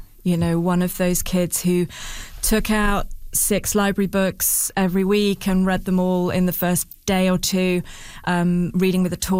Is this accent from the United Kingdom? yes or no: yes; United Kingdom; And because I'm so British and so awkward, I was too embarrassed to leave.